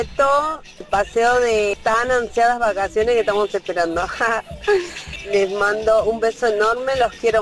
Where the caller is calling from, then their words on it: General Rodríguez, Buenos Aires Province, Argentina; de General Rodríguez, del transporte escolar. Estamos trabajando acá, ya llueve acá en General Rodríguez.